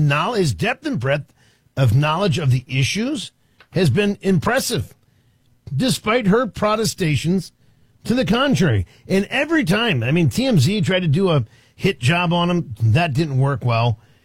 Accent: East Coast, United States; Now, I grew up on the East Coast, but we had this change, but it didn't impact us as directly.

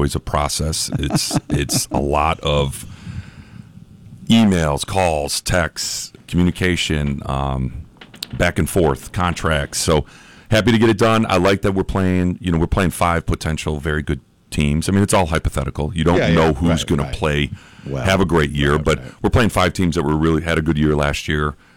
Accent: Chicago, Illinois, United States; now in Peoria, United States; And I grew up in Chicago. I lived in traffic my whole life.

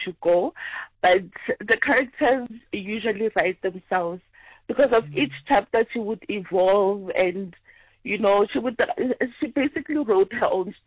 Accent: Soweto, Gauteng, South Africa; growing up in Soweto, coming from a previously disadvantaged home.

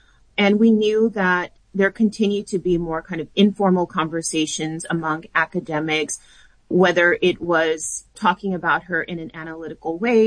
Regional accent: Texas, United States; We listened to Tejano music, you know, pretty regularly growing up in South Texas.

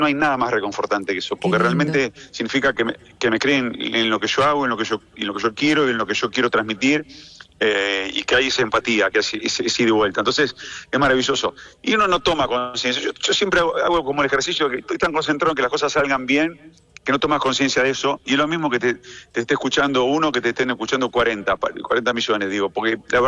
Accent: Argentina; Qué maravillosos que somos los argentinos.

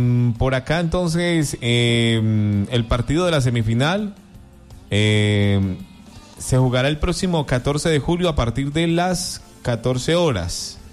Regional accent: Colombia

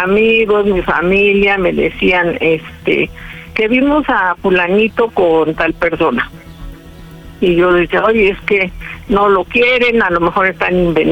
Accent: Pachuca, Hidalgo, Mexico; Tengo 30 años y soy de Pachuca, Hidalgo.

